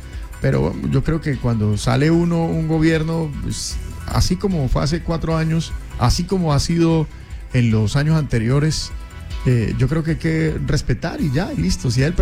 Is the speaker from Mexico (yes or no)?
no; Colombia; nosotros como colombianos